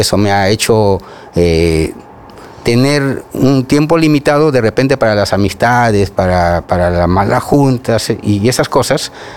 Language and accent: Spanish; Lima, Peru; Yo soy natural de Lima, de padres provincianos